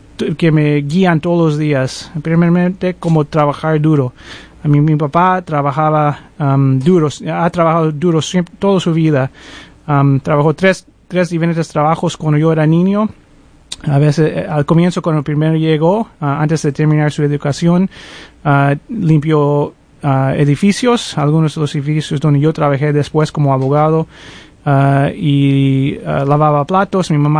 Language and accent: Spanish; Seattle, Washington, United States; yo soy primeramente un inmigrante. Yo inmigré aquí con mis padres en los 70s, aquí siendo Seattle. Y viví casi toda mi vida en esta comunidad. Me crié en Ballard y en White Center, cuando ambos eran varios obreros. Y ahora vivo en Northeast Seattle. Pero toda mi vida ya casi vivo acá en Seattle.